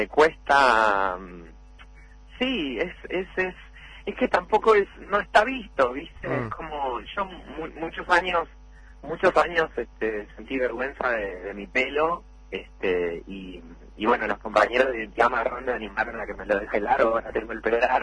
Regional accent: Salta, Argentina; born there; moved away; en mi caso, que yo nací en Salta, nos tuvimos que ir por una situación de pobreza muy extrema.

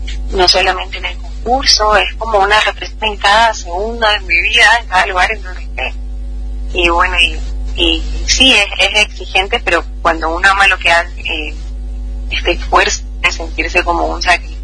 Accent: Argentina

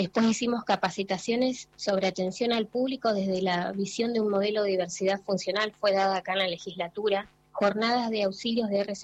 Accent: Jacobacci, Río Negro, Argentina; now in Viedma, Argentina; Y para Jacobacci, porque yo soy de Jacobacci, soy nacida en Jacobacci, me vine desde muy adolescente ya para Viedma

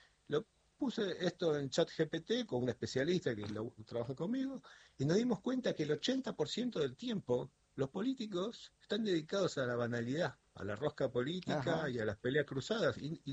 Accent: Argentina

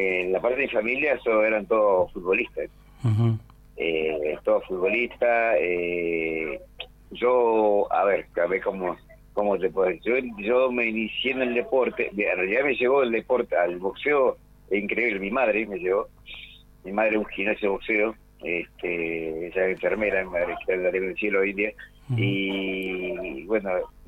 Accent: Río Gallegos, Santa Cruz, Argentina; born there; also born or lived in Gobernador Gregores; Me inicié, yo soy nacido en Río Gallegos, y yo me inicié en Gobernador Gregores. Uh-huh. Con mi madre vivía allá

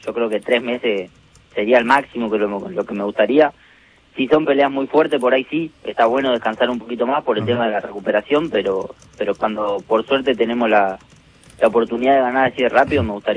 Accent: Santo Tomé, Santa Fe, Argentina; yo soy de Santo Tomé

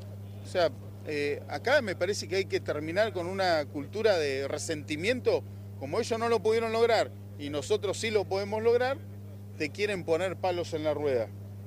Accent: Santa Cruz, Argentina; yo quiero mi patria, yo quiero mi tierra, yo soy argentino, soy santacruceño, amo mi provincia

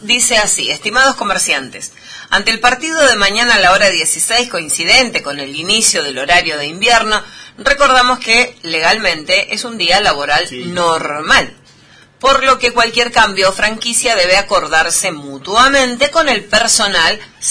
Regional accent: Argentina

